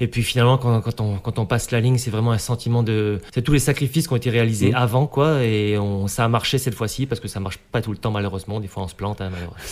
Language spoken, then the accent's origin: French; New Caledonia; parce que je déteste la pluie en tant que calédonien.